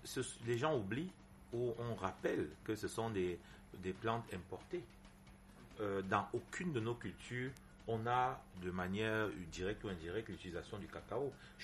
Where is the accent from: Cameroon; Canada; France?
Cameroon